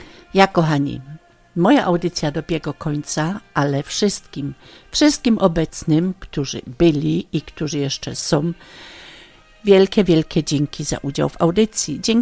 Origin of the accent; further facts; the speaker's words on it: Chorzów, Silesian Voivodeship, Poland; now in Meinerzhagen, Germany; Grała do was wasza chorzowianka ze studia radiowego w Meinerzagen